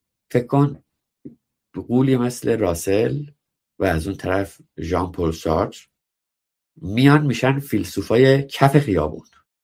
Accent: Iran; moved away; چون من 20 سال پیش از ایران اومدم بیرون

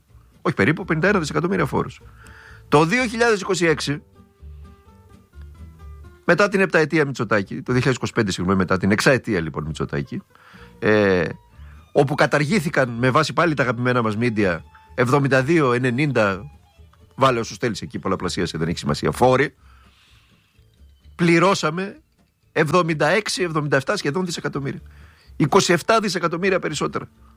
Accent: Thessaloniki, Central Macedonia, Greece; Εγώ, όπως καταλαβαίνεις, είμαι από τη Σαλούγκα, είμαι Σαλονίκη. Ανήκω σε εκείνη τη γενιά των Σαλονικιών

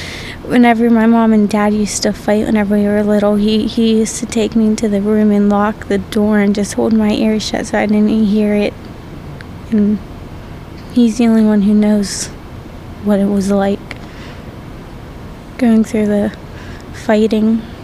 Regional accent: Monessen, Pennsylvania, United States; born there; also born or lived in Las Vegas / Texas; I was born in Monessen. Went to Las Vegas, then Texas. I've been in Monessen 3 years now.

